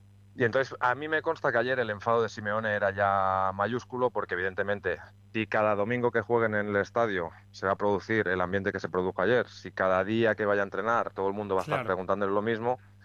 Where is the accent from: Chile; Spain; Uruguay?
Spain; Barcelona, Catalonia; Yo soy de Barcelona, amante de Messi.